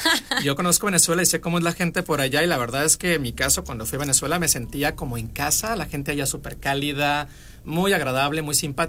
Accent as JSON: {"language": "Spanish", "town": "Culiacán", "region": "Sinaloa", "country": "Mexico", "said": "uno como culichi pues siempre presumimos eso cuando viajamos al extranjero, que la comida acá es muy buena."}